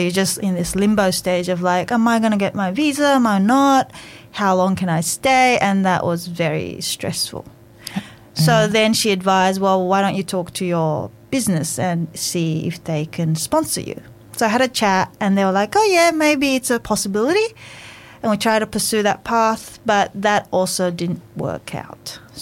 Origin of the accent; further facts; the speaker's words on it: England, United Kingdom; moved away as an adult; also born or lived in United States; now in Australia; I grew up in England and studied in the States. So, as you can hear, my English, I don't have a problem in communication.